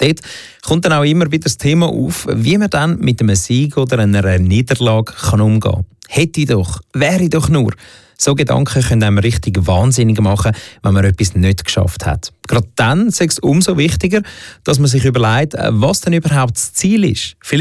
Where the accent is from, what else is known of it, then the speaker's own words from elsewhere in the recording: Valais, Switzerland; Aus meinem Heimatkanton, das ist … aus dem Wallis